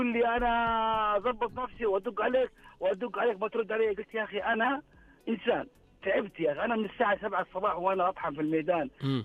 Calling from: Mecca, Makkah Province, Saudi Arabia; والله انا من مكه

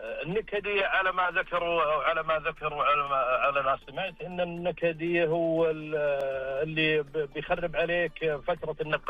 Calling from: Tabuk, Tabuk Province, Saudi Arabia; أكلمك من تبوك

